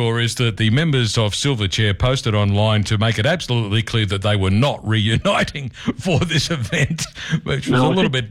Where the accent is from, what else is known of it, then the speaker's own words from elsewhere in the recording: Queensland, Australia; As a Queenslander, I'm okay with supporting the Broncos in the NRLW final against the Roosters.